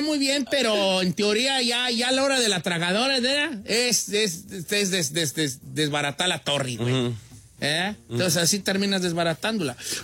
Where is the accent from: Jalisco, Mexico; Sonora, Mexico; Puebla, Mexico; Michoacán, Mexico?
Michoacán, Mexico; Yo soy de Michoacán.